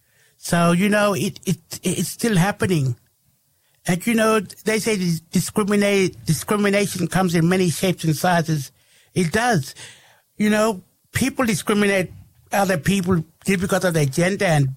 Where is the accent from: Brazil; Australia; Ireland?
Australia; We are Australian, we're the First Nation, darling. You give us our land back.